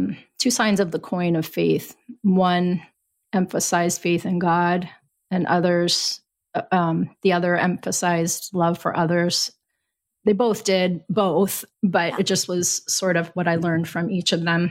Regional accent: Ohio, United States; I was born in Camel, Ohio, raised in Camel, Ohio, which is a small town in the Rust Belt. At the time I was born, though, it wasn't rusty yet.

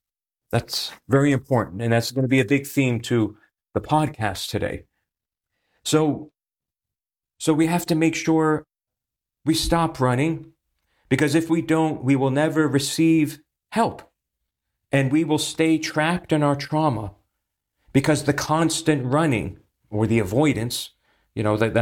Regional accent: Pennsylvania, United States; I remember when I was in seminary, I was driving back from Boston to go home to Eastern Pennsylvania.

